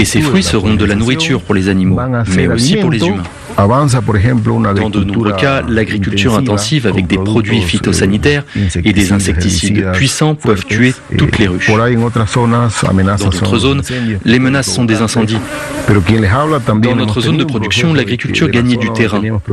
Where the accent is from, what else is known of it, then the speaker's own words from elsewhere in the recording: Yacuiba, Tarija, Bolivia; Je suis originaire de Yacuiba et je suis apiculteur.